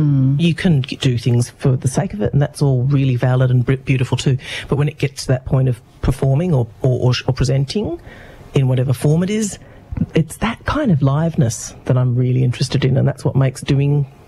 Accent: Canberra, Australian Capital Territory, Australia; you were asking me about my childhood, what was it like growing up in Canberra

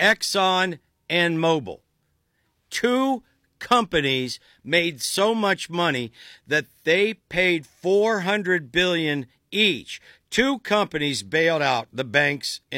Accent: Dover, Ohio, United States; As you drive at 77 in my hometown of Dover, at night you'll go over there and you'll see the Marathon Refinery.

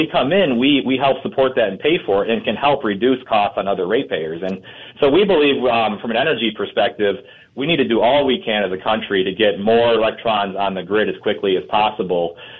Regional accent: Chicago, Illinois, United States; accent: Chicago; That may be my Chicago accent

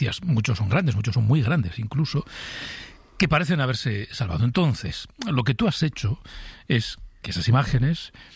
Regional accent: Vigo, Galicia, Spain; Sí, sí, sí, sí. Soy gallego de Vigo. Sí. ¿Qué te parece? Periodista nacido en Vigo.

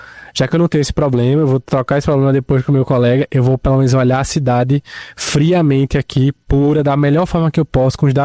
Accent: Pernambuco, Brazil; eu não sou natural de Recife, eu sou do interior do estado.

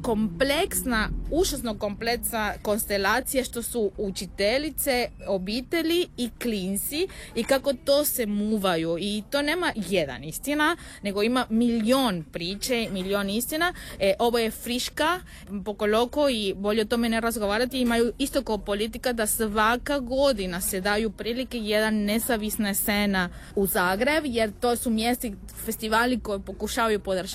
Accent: Serbia; Serbian is a second language; dolazim iz Srbija

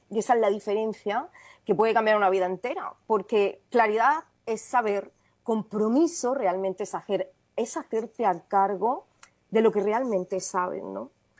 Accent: Region of Murcia, Spain; now in Tenerife, Spain; por mi tierra querida, por Murcia.

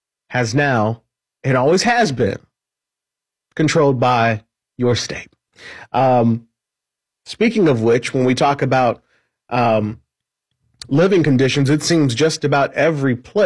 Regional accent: Indiana, United States; Now, I'm from Indiana, but I've lived in other places.

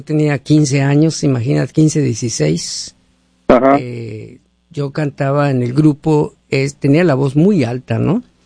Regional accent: Hermosillo, Sonora, Mexico; como le decimos en Hermosillo. Tú sabes que soy de Hermosillo yo, ¿no?

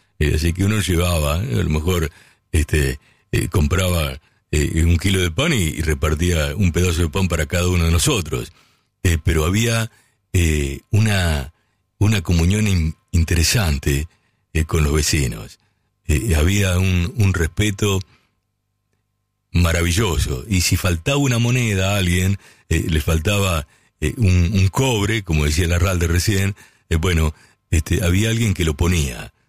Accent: Lincoln, Buenos Aires Province, Argentina; yo en mi barrio Sagrado Corazón, en Lincoln, también jugábamos en la calle de tierra

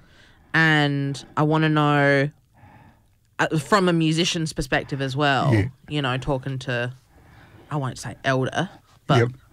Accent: Adelaide, South Australia, Australia; me with being in Adelaide, you know, and forever, like, I grew up here. Yeah. Born and bred

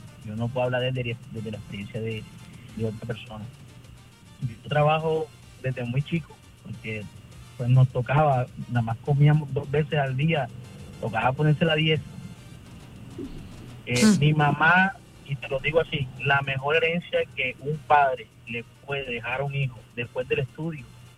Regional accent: Barranquilla, Atlántico, Colombia; Vea, yo invito a un cachaco, a un paisa, a un caleño a que trabaje con el jopo del sol de aquí de Barranquil

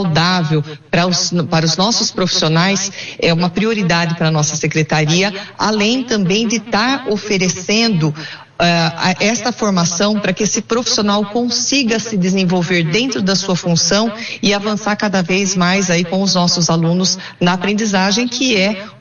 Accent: Bariri, São Paulo, Brazil; moved away; Eu sou nascida em Bariri, é uma cidade que fica aí bem no centro do estado de São Paulo, no centro-oeste paulista

